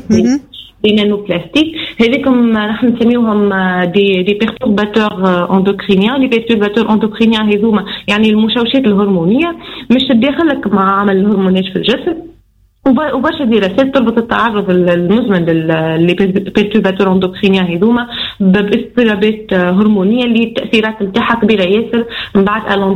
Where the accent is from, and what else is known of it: Tunisia